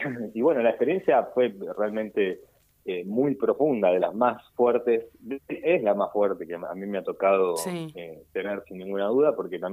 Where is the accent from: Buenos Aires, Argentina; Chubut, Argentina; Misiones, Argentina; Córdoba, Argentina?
Buenos Aires, Argentina; nosotros somos de Buenos Aires